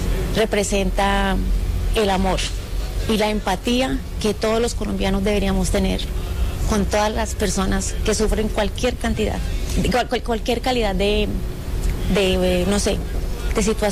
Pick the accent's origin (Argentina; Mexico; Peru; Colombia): Colombia